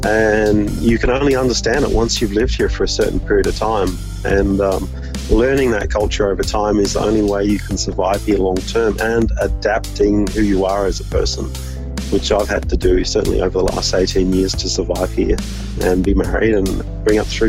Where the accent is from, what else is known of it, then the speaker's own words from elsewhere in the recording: Orange, New South Wales, Australia; But, I loved growing up in Orange and experiencing snow, which a lot of Australians don't ever get to see or experience.